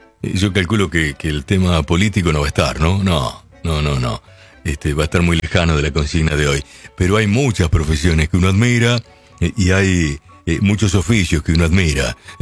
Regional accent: Lincoln, Buenos Aires Province, Argentina; Cuando yo salí del pueblo, yo salí de Lincoln, alguna vez me dijo mi viejo

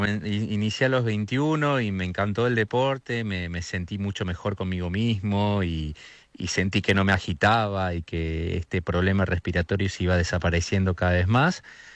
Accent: Argentina

